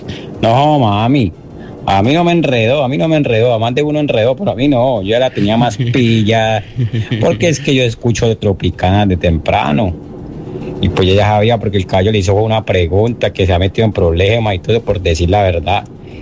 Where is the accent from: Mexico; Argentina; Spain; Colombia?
Colombia; Cali, Valle del Cauca; que así somos los caleños, frentero y pa'lante, como el elefante